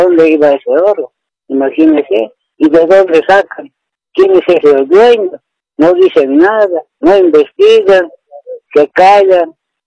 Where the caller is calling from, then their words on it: Cochabamba, Bolivia; Aquí te estoy llamando de Cochabamba, Valle Alto.